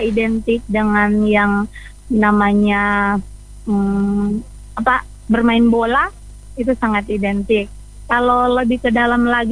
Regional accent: North Sulawesi, Indonesia; Iya, asli orang Talaut cuma begitu.

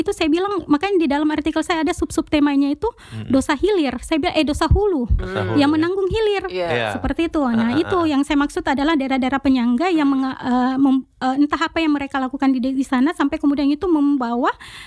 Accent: Kendari, Southeast Sulawesi, Indonesia; kita orang Kendari

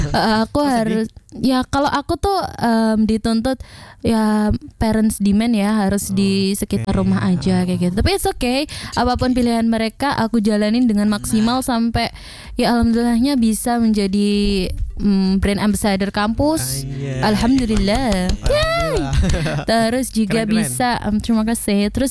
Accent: Java, Indonesia; gak mungkin gak bisa subtitle karena kan kita orang Jawa gitu ya.

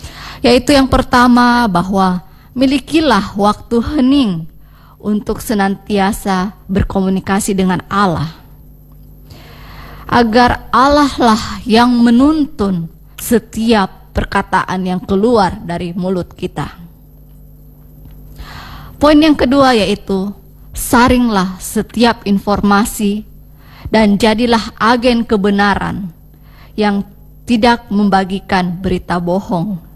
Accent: Makassar, South Sulawesi, Indonesia; Kita sebagai warga Makassar

